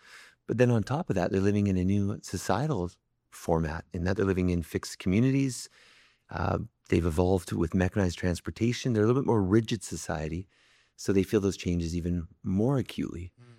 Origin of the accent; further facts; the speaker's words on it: British Columbia, Canada; I grew up in Northern BC, just north of Prince George.